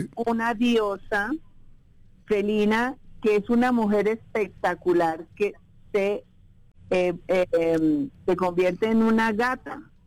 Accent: Bogotá, Colombia; Sí, soy de Bogotá.

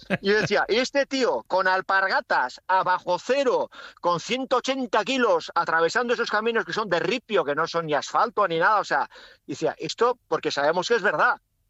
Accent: Navarre, Spain; Eso somos así los navarros.

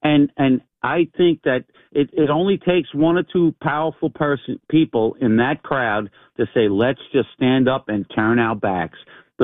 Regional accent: Queens, New York, United States; now in Long Island, United States; I grew up in Queens. I live now on Long Island, but I grew up in the housing projects in Queens where everybody was a civil servant.

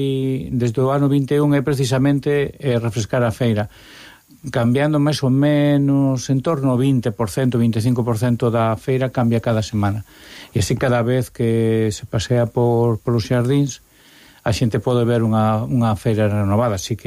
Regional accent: Santiago de Compostela, Galicia, Spain; eu son de Santiago e teño que comer fora cada vez que veño aquí

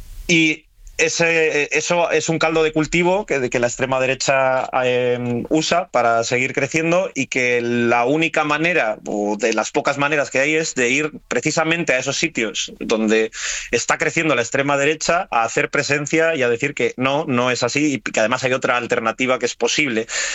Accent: Spain; trato de echar un ojo a lo que pasa al final en mi país, pues, por ejemplo, con la ley de nietos, que es algo además que me toca la fibra, porque en Izquierda Unida en el exterior es algo que hace mucho tiempo estábamos pidiendo

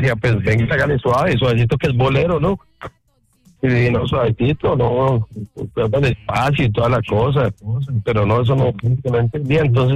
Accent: Antioquia, Colombia; now in Bogotá, Colombia

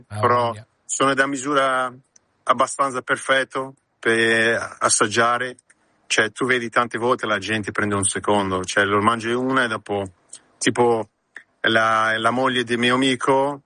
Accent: Australia; now in Milan, Italy; un mio amico che siamo cresciuti insieme in Australia con Max Vieri

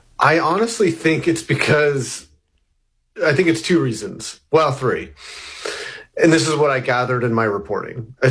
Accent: Alaska, United States; growing up in Alaska

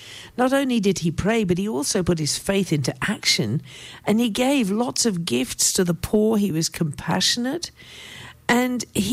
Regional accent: South East England, United Kingdom; born or raised there

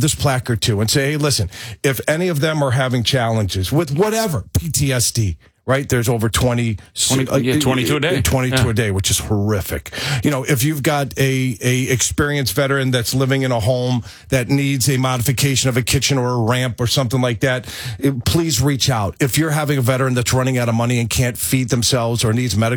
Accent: New York, United States; I'm from New York.

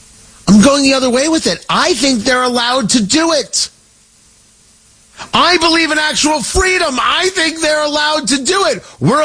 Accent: New Jersey, United States; Talking to a friend of mine who I grew up with in Jersey about getting together this summer.

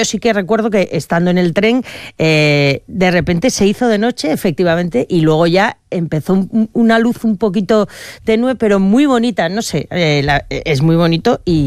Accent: Peralta, Navarre, Spain; donde mejor se vio es en mi pueblo, en Peralta, porque era una de las franjas, como en Navarra

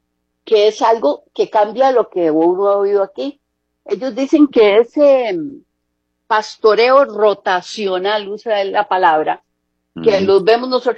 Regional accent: Cartago, Costa Rica; En mi pueblo, Hogar Caliente de Cartago, tenemos un problema bien grande con la contaminación de mantos acuíferos y deforestación

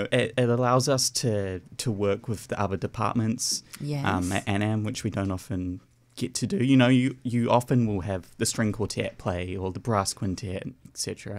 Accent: New Zealand; moved away; I don't know if you can tell by the accent, but I'm from New Zealand.

